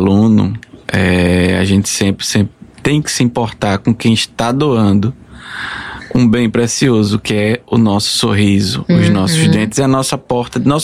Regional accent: Alagoas, Brazil; Sou alagoano.

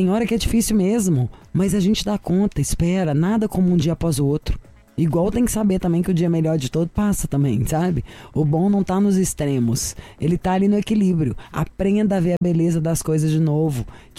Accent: Minas Gerais, Brazil; Sou de Minas, onde se bebe demais.

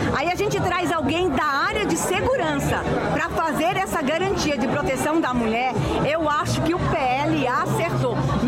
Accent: Northeast Region, Brazil; eu, que venho do Nordeste

